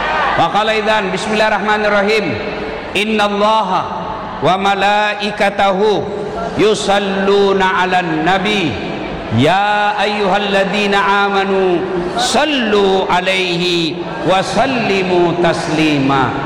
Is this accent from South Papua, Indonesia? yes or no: no; South Sulawesi, Indonesia; Saya dari Sulawesi Selatan, musafir dakwah.